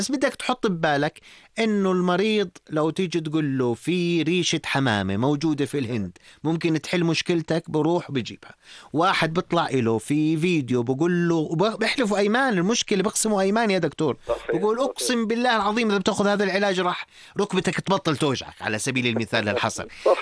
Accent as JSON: {"language": "Arabic", "country": "Jordan", "said": "لكن عندنا في الأردن كثير في ناس قاعدين بيعمل شير لهذا النظام"}